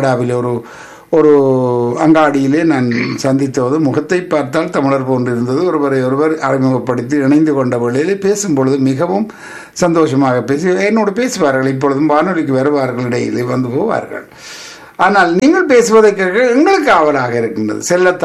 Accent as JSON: {"language": "Tamil", "region": "Northern Province", "country": "Sri Lanka", "moved": "yes", "lives_now": "Canada", "said": "நான் வடபகுதியைச் சேர்ந்த தமிழன்"}